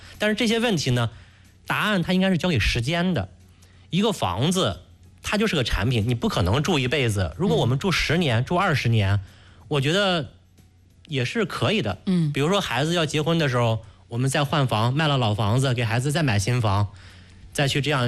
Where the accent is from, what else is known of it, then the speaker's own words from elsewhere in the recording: northern China, China; 我们作为北方人其实从骨子里边我们是100%喜欢阳台的